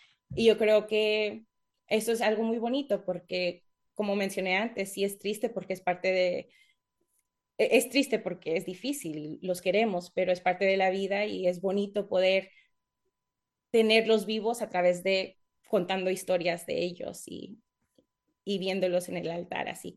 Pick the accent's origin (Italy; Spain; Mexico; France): Mexico